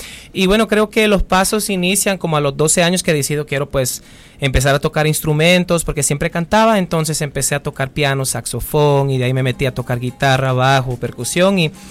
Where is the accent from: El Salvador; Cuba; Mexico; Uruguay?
El Salvador; now in Cali, Colombia; yo soy el salsero salvadoreño